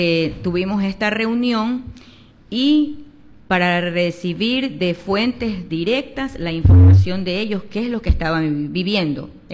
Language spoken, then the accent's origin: Spanish; Manabí, Ecuador; como ciudadanos manabitas, como ecuatorianos